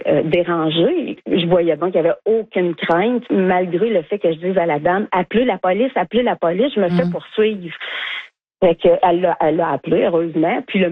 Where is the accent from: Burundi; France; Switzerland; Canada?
Canada; Trois-Rivières, Quebec; Je suis native de Trois-Rivières.